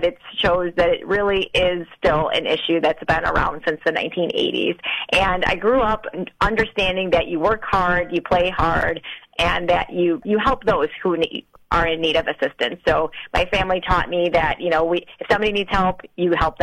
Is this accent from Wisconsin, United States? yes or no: yes; Marshall, Wisconsin, United States; So my background is I grew up in Marshall. I was the oldest of two children. My dad farmed.